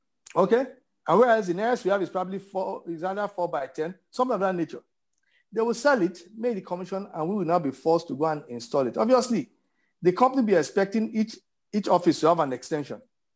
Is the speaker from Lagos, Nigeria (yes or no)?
yes; Lagos, Nigeria; growing up in Lagos was interesting. Like I said, fairly, I felt at that time, middle class background